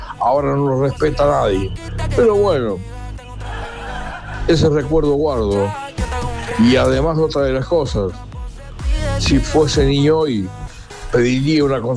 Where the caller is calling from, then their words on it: Córdoba, Argentina; de Alta Córdoba.